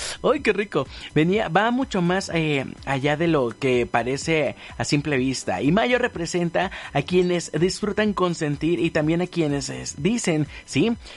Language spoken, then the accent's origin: Spanish; Guerrero, Mexico; moved away; yo soy de Guerrero